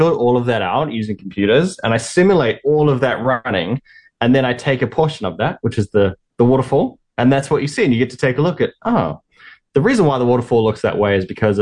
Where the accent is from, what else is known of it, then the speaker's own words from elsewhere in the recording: New Zealand; growing up in New Zealand, my home, where I've had this relationship with nature. And I think like a lot of Kiwis connect with this quality